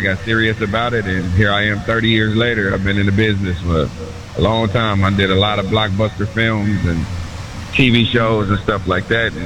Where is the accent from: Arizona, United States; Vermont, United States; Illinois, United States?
Illinois, United States; Chicago; Man, I'm born and raised in Chicago, Southside, Wild Hunted, part of the city, Roseland community. I was born at Roseland Hospital, 1975.